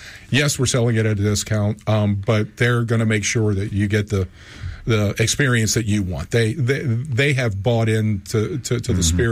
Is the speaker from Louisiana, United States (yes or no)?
yes; New Orleans, Louisiana, United States; I'm from New Orleans and grew up whenever you had gatherings.